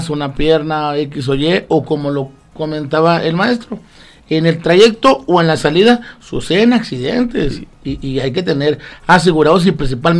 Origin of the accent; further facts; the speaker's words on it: Chihuahua, Mexico; allá por donde yo nací, donde me crié, mi compa el Robert también, allá en la campesina, Alfredo Chávez, esos barrios de bajo mundo